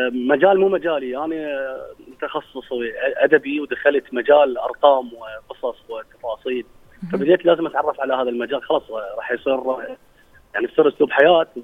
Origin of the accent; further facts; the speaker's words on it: Iraq; احنا عراقيين